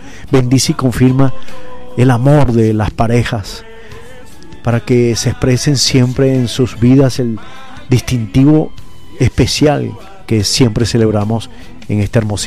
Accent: Venezuela

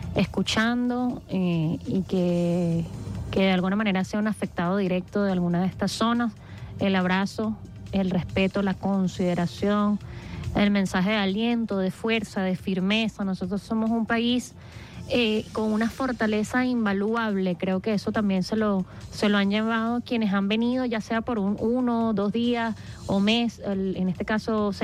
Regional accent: Venezuela; Eso somos nosotros, los venezolanos y los venezolanos.

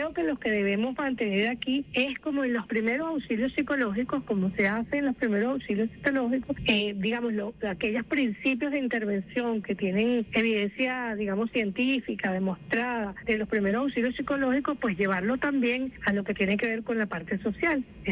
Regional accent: Venezuela

